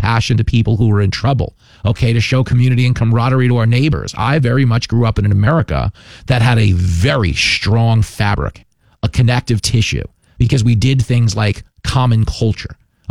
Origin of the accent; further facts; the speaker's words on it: Levittown, New York, United States; You know, I grew up in Levittown. It was the first World War II community built for American GIs returning home.